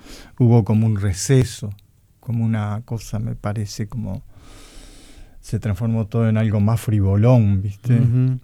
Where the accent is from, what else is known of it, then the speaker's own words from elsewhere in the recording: Montevideo, Uruguay; also born or lived in La Teja, Montevideo; yo nací en Flor de Maroñas, en mi casa, en la calle Peteroa, a unas 4 cuadras de Camino Maldonado